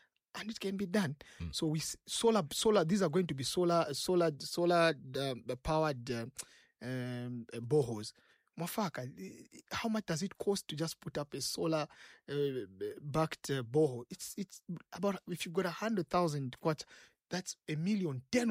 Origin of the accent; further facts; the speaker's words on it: Lusaka, Lusaka Province, Zambia; When I was growing up in Matero